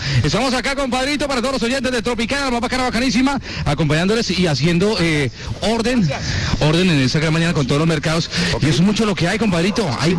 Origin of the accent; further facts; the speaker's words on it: Colombia; Nosotros como colombianos, me gusta esto, vea, de que somos una familia